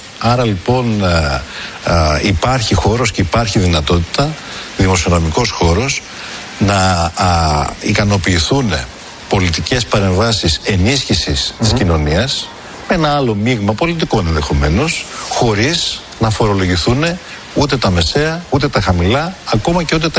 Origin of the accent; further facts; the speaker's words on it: Macedonia, Greece; Ξέρετε, δεν έχω να πω τίποτα για τον άνθρωπο, αλλά ως Μακεδόνας, από τη στιγμή που πρόδωσε τη Μακεδονία, μου είναι απεχθής.